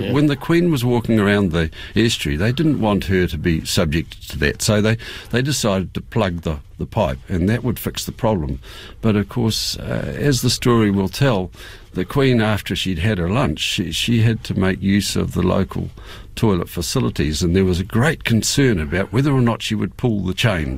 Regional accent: Roxburgh, Otago, New Zealand; born or raised there

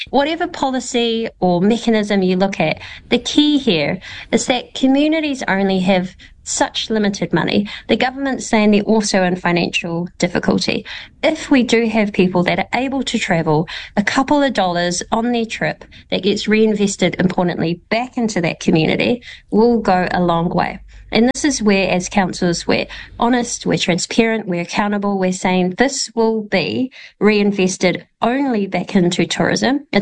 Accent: New Zealand; You know, you go overseas anywhere and you say, I'm from New Zealand, and they go, ah, the haka.

